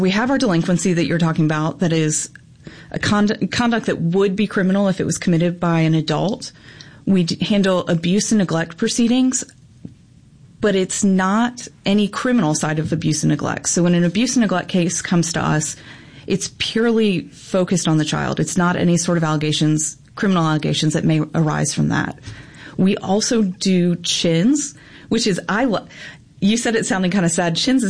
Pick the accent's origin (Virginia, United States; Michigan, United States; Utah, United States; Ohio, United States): Virginia, United States; to do an internship after my sophomore year of college with the Family Services Unit in Virginia, in my hometown.